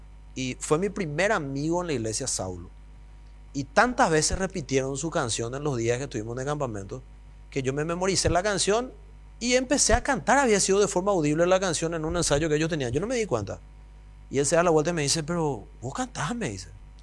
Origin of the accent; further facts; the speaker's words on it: Ñemby, Central, Paraguay; moved away as an adult; also born or lived in Lambaré; now in Asunción, Paraguay; Yo nací en Asunción, pero hasta los 3 años y medio viví en Lambaré y después toda mi vida en Ñemby hasta que me casé. Ahora Asunceno.